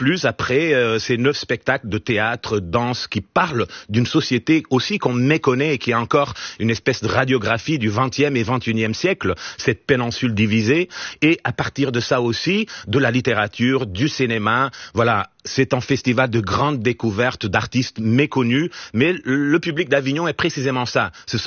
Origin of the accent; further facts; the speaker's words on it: Portugal; mais moi je suis portugais, donc je propose aussi cette alternative.